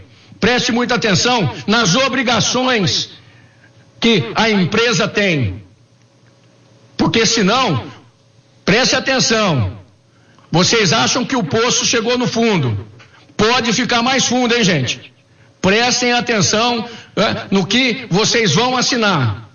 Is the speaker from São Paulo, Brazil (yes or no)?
yes; Campinas, São Paulo, Brazil; Eu, como campineiro, posso falar nisso.